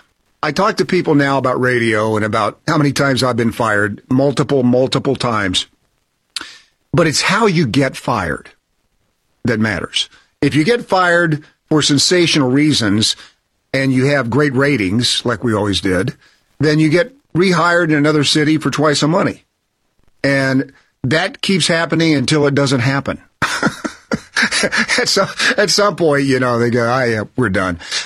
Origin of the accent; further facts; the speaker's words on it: Knoxville, Tennessee, United States; as a kid growing up in Knoxville, Tennessee, that was my dream.